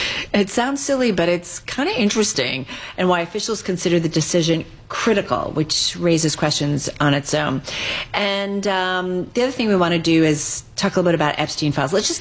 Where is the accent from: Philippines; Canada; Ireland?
Philippines; So I'm from the Philippines, and we have what we call 25 centavo, 25 cents.